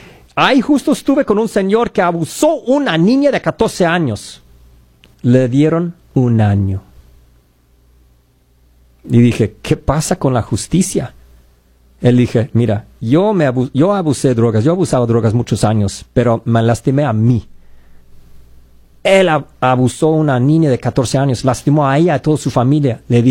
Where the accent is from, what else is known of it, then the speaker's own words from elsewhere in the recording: Idaho, United States; moved away; yo nací en Idaho, yo me crecí en Idaho, yo sé ese estado muy bien, tengo familia allá.